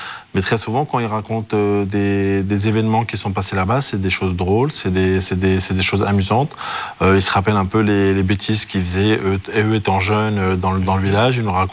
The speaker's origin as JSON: {"language": "French", "country": "France", "tie": "born or raised there", "said": "Après moi qui ai grandi et qui suis né et grandi en France"}